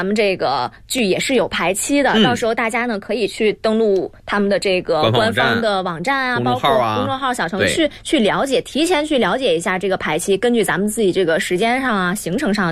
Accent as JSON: {"language": "Chinese", "town": "Shijiazhuang", "region": "Hebei", "country": "China", "said": "我们石家庄本地人"}